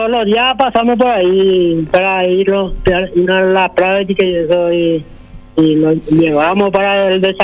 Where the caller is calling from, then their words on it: Caacupé, Cordillera, Paraguay; Aquí de Cacupé somos